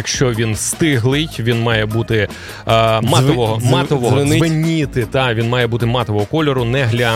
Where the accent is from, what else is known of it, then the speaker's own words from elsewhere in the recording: Kherson, Kherson Oblast, Ukraine; я, як херсонець, можу порекомендувати обирати кавуничку, а не кавунчика.